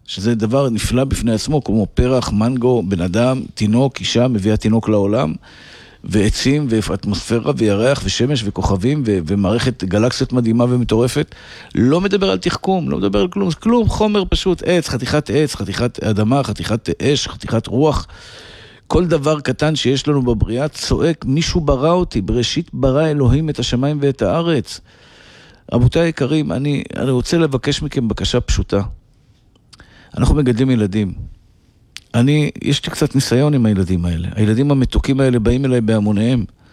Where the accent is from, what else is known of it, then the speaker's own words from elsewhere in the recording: Bnei Brak, Tel Aviv District, Israel; אני גדלתי בבתי אבות פונוביץ', בהארדקור של החרדים בבני ברק. זה המקום שגדלתי בו.